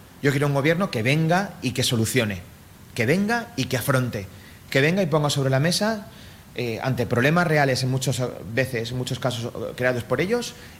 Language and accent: Spanish; Spain; yo como español